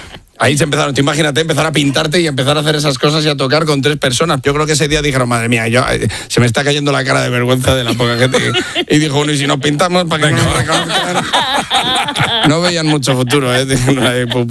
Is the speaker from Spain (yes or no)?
yes; Toro, Castile and León, Spain; del mío, Zamora, de Toro, en Zamora, y era mítico, era de rock español, rock nacional, y era para mi pueblo era una religión ese bar.